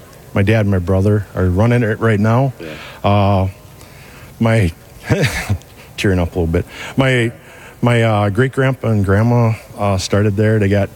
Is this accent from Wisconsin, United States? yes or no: yes; Wisconsin, United States; Born and raised in near Green Bay, Wisconsin. Grew up on a dairy farm, 90 cow herd.